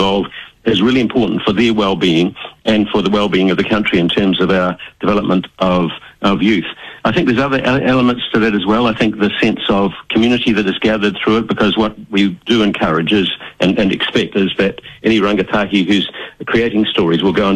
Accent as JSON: {"language": "English", "country": "New Zealand"}